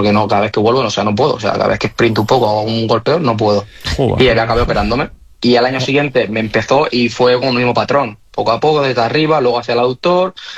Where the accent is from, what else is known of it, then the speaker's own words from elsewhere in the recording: Valencia, Valencian Community, Spain; Bueno, soy de mucha gente te piensa que soy de Cullera, pero soy de Valencia